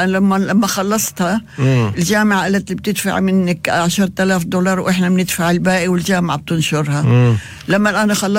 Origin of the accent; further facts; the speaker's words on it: Palestine; كفلسطينية،